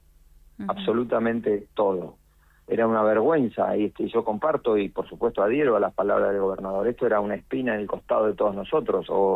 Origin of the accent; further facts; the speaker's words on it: Argentina; nosotros como argentinos somos bastante olvidadizos de algunas cosas.